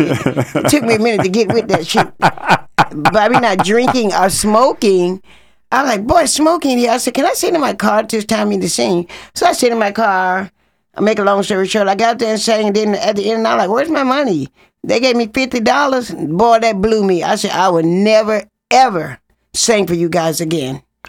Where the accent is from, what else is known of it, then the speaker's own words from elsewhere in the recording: Tampa, Florida, United States; now in Chicago, United States; I'm a native Floridian. I come all the way from Tampa, Florida.